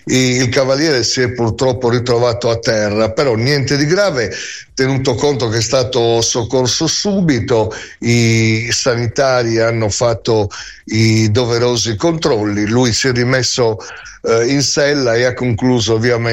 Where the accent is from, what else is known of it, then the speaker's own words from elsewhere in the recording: Sardinia, Italy; patrimonio nostro come sardi